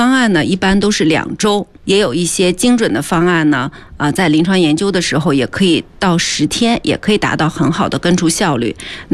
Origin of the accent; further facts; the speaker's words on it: China; 尤其是我们中国人的